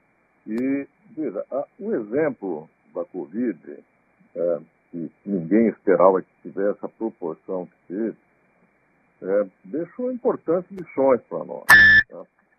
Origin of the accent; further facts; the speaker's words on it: Batatais, São Paulo, Brazil; Não, não sou de Ribeirão, sou de Batatais, mas toda a minha vida profissional foi feita em Ribeirão Preto.